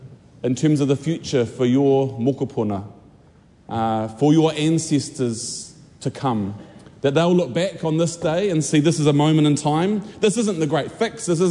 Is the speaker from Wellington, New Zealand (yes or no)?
no; Taranaki, New Zealand; I am from Taranaki